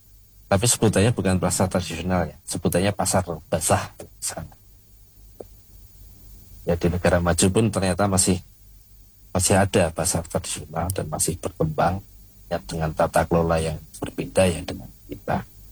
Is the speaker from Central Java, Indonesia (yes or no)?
no; Ponorogo, East Java, Indonesia; now in Yogyakarta, Indonesia; walaupun saya orang Ponorogo tinggal di Jogja